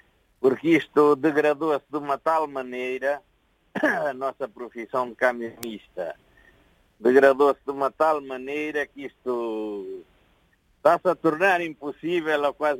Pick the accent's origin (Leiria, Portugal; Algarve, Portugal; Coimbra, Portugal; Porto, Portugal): Leiria, Portugal; Ansião